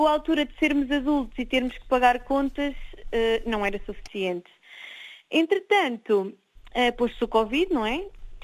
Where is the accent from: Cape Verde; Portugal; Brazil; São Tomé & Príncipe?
Portugal; Aveiro; born there; also born or lived in Porto; Portugal. Eu nasci em Aveiro